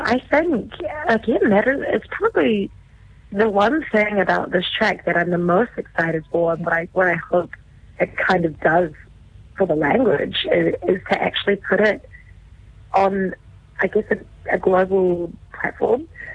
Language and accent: English; New Zealand